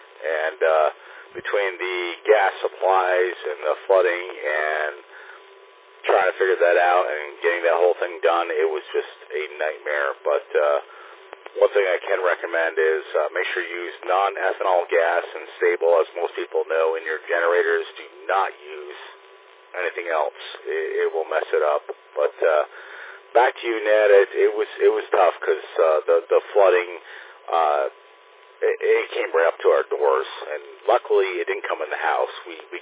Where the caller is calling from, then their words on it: St. Petersburg, Florida, United States; living down here in Tampa Bay area